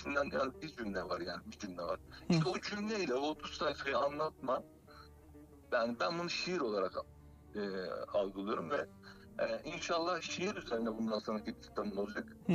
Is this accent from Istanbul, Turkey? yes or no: no; Sakarya, Turkey; benim memleketim Sakarya gelinim ben.